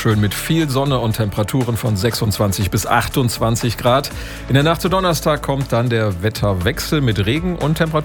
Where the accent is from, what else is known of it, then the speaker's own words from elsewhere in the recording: Gummersbach, North Rhine-Westphalia, Germany; Ich komme aus Gummersbach.